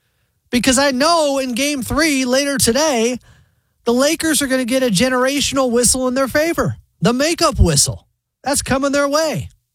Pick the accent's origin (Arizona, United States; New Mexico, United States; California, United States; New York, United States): California, United States; Sacramento; Number one, as I mentioned, I'm from Sactown.